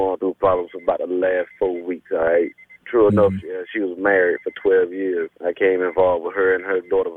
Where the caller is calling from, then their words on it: Miami, Florida, United States; Look, I'm calling from Miami.